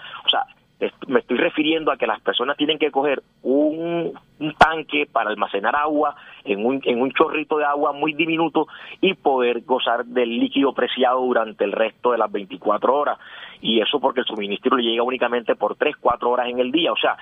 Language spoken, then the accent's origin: Spanish; Barranquilla, Atlántico, Colombia; nosotros como barranquilleros